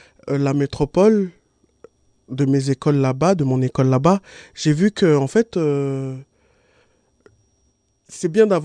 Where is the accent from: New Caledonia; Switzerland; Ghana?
New Caledonia; Touho, North Province; moved away as an adult; also born or lived in Poindimié; now in Paris, France; J'ai grandi à Touau, dans le Nord.